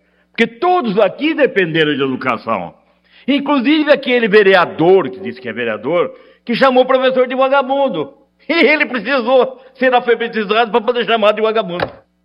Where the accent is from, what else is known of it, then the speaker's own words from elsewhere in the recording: Pirassununga, São Paulo, Brazil; eu sou lá de Pirassununga, onde tem a Cachoeira de Emas